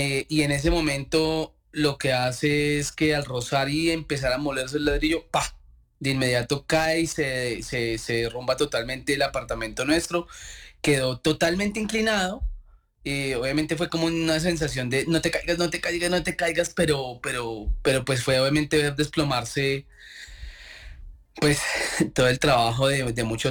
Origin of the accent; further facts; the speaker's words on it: Bogotá, Colombia; ella es de aquí del Eje Cafetero, yo soy bogotano